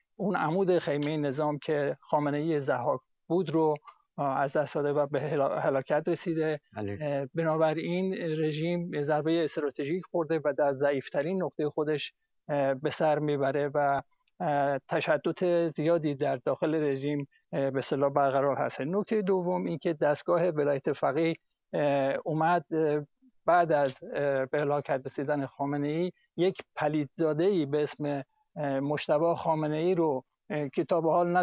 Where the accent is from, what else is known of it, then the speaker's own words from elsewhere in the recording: Iran; واقعا مفتخرم به عنوان یه ایرانی